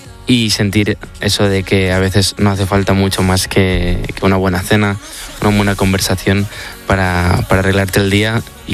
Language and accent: Spanish; Barcelona, Catalonia, Spain; yo soy un chico de Barcelona